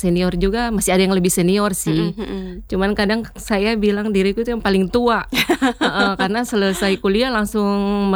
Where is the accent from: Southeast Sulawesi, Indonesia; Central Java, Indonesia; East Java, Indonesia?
Southeast Sulawesi, Indonesia; Asinua; Saya lahir di sebenarnya Kota Kendari, cuman tepatnya di Asinua.